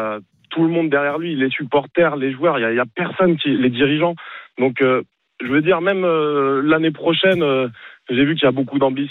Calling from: Paris, Île-de-France, France; je vous appelle entre Paris et Nantes, parce que je viens à Nantes, je suis parisien.

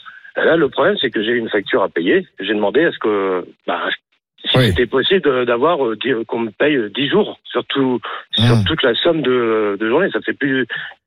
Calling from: Caen, Normandy, France; je suis à Caen.

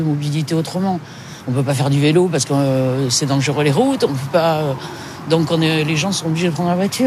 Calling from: Bergerac, Nouvelle-Aquitaine, France; je suis à Bergerac, je viens beaucoup à Bordeaux.

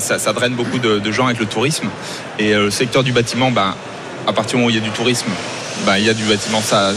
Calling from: Auvergne-Rhône-Alpes, France; Moi, en tout cas, où j'habite, en montagne.

